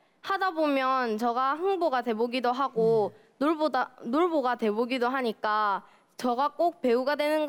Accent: Jinju, South Gyeongsang, South Korea; 저희 고향 진주에 어린이부터 할머니 할아버지까지 공부를 할 수 있는 학교를 만들고 싶습니다.

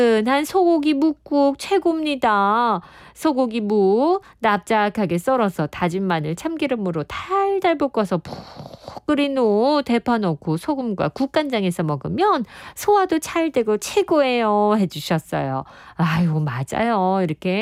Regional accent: South Korea; 시래기 된장국은 우리는 정말 한국 사람으로서 이거 못 잃어요.

